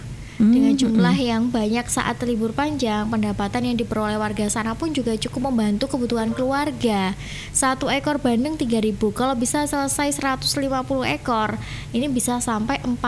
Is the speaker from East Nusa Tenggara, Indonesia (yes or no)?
no; Nganjuk, East Java, Indonesia; Saya warga Nganjuk